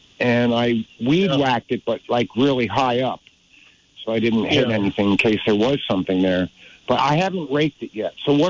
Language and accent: English; New Jersey, United States; you'll remember this from the 60s, and I grew up in Jersey, but I don't want anyone to know that.